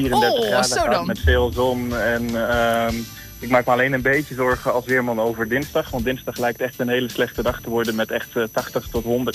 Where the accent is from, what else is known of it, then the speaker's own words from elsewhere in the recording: Netherlands; En we zijn nu even in Italië, in de Carrefour, als echte Hollanders boodschappen doen.